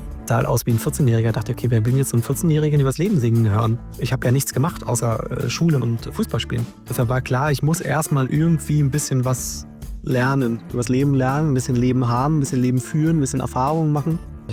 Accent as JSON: {"language": "German", "region": "Berlin", "country": "Germany", "said": "dass ich aus Ost-Berlin bin, weil ich bin aus Berlin."}